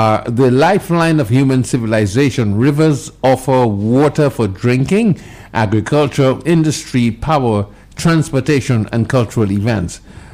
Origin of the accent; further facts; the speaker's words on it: Roseau, Saint George, Dominica; I grew up in Roseau, the capital city, where the Roseau River, and I was always in the river. That's how we pronounce it in Dominica.